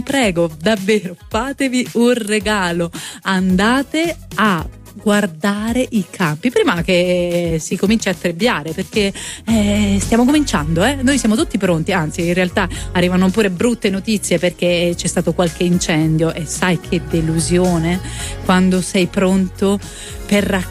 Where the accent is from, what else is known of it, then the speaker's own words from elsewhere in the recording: Apulia, Italy; moved away; la Capitanata, cioè la terra dove provengo io